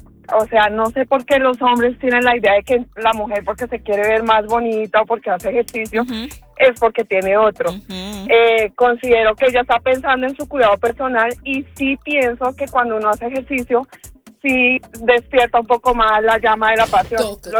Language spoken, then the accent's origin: Spanish; Colombia